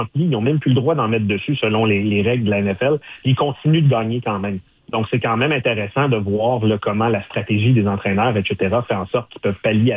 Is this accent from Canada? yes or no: yes; Montreal, Quebec, Canada; Et contrairement à plusieurs jeunes Québécois, malgré que j'ai grandi à Montréal, dans un quartier ouvrier à Montréal